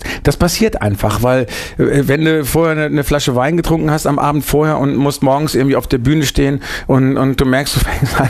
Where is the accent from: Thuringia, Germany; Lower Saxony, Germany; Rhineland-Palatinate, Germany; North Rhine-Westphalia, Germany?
North Rhine-Westphalia, Germany; Bielefeld; Dann haben wir eine freie Gruppe gegründet in Bielefeld, damals noch meine Heimatstadt, Ende der 70er.